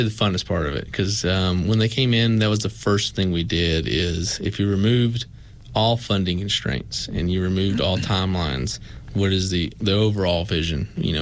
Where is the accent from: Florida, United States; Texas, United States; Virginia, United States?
Virginia, United States; Meadowview; You know, I was a kid from Medview. I wasn't from Abingdon, even though Abingdon is where I do everything.